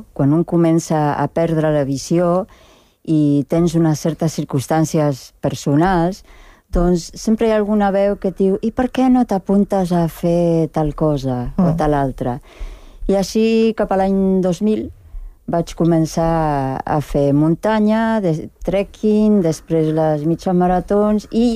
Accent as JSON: {"language": "Catalan", "country": "Argentina", "moved": "yes", "said": "jo sóc argentina"}